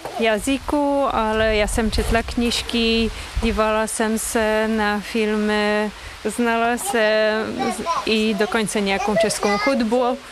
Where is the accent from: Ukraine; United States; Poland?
Poland; Warsaw, Masovian Voivodeship; born there; Czech is a second language; moved away as an adult; now in Czech Republic; Původem jsem z Polska, z Varšavy.